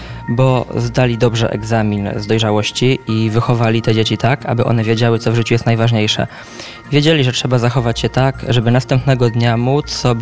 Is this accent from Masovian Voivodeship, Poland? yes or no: yes; Miętne, Masovian Voivodeship, Poland; Miętne jest przede wszystkim moją rodzinną miejscowością, stąd się wywodzę, tu też mieszkam